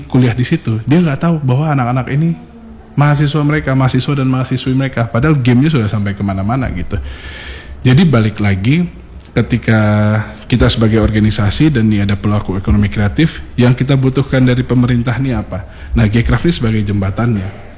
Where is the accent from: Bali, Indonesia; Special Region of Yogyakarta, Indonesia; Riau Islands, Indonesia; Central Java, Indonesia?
Riau Islands, Indonesia; Batam; Karena kita belum pernah launching di kota kita sendiri. Oke, yang tujuannya apa? Kita pengen dikenal sebagai orang Batam. Ini game nih dari orang Batam.